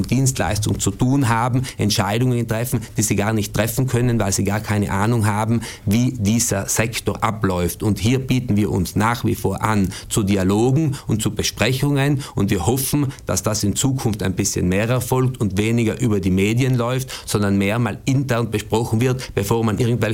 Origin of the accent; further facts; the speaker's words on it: Bruneck, Trentino-Alto Adige, Italy; Wir sind ja alle drei aus Brunneck. Brunneck, ich bin jetzt aus Dietenheim, aber wie gesagt, wir sind ja alle aus der Stadtgemeinde Brunneck.